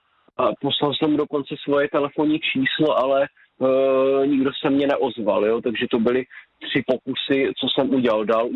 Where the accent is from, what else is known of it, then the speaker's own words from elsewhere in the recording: Brno, South Moravian Region, Czechia; my jsme byli z Brna a oni byli z Vysokého Mýta.